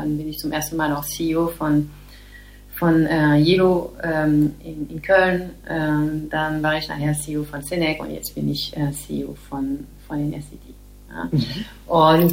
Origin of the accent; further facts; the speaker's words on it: France; German is a second language; moved away as an adult; now in Germany; ich habe also in diese deutsche Kultur als Französin berufstätige Mutter erstmal mich sortieren müssen